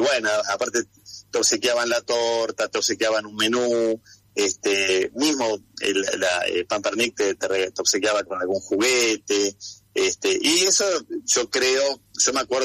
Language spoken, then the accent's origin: Spanish; Buenos Aires, Argentina; Yo soy nacido en el año 81, me llevaba mi mamá a comer a ese lugar que para mí era fantástico. Yo soy nacido y criado en Liniers y me iba al local que estaba en Floresta